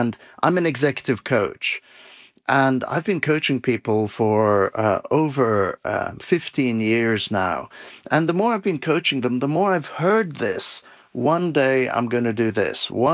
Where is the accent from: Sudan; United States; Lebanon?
Lebanon; Beirut, Beirut Governorate; And that was a big dream, because I was a kid growing up in Beirut, Lebanon. There was a civil war going on. I was 10 years old.